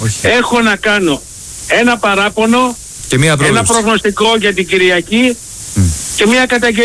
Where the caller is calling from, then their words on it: Frankfurt, Hesse, Germany; από τη Φραγκφούρτη.